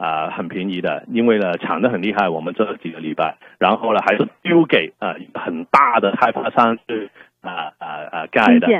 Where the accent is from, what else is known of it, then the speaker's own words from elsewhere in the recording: Hong Kong; accent: Hong Kong-accented Mandarin; Chinese is a second language; 我用一下我的港普去介绍。